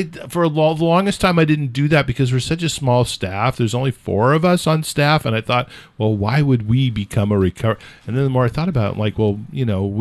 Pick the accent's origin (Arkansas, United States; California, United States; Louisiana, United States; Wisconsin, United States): California, United States; now in New Hampshire, United States; I grew up in California, though.